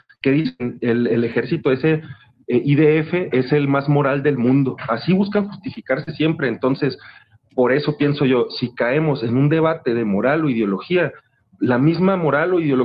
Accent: Mexico; como mexicanas, mexicanos, clase obrera de pueblos originarios

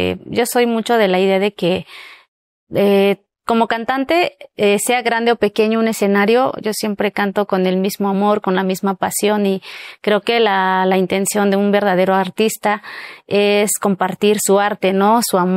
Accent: Oaxaca, Mexico; Fíjate, bueno, allá es muy bonito en todos los aspectos. Tenemos una gran variedad de gastronomía

